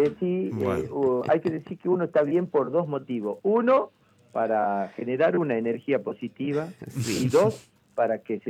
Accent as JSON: {"language": "Spanish", "town": "Famaillá", "region": "Tucumán", "country": "Argentina", "said": "yo soy del interior, soy de Tucumán. Y de Tucumán soy del interior, soy de Famayá. Soy del interior del interior, me siento más o menos el inferior del país, una cosa así."}